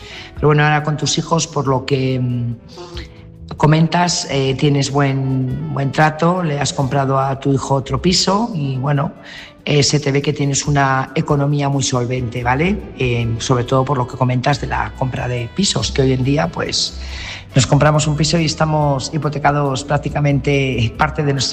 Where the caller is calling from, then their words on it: Burgos, Castile and León, Spain; Buenas noches … corresponsal de Burgos.